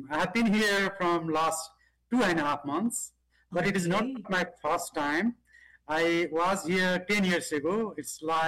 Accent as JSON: {"language": "English", "country": "Nepal", "said": "I'm the humanitarian worker, as you know. I'm from Nepal."}